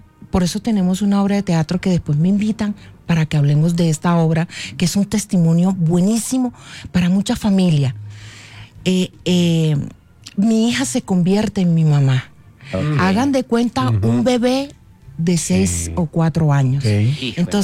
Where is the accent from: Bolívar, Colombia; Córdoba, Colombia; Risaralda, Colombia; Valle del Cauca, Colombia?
Córdoba, Colombia; Sahagún; que somos de Sahagún.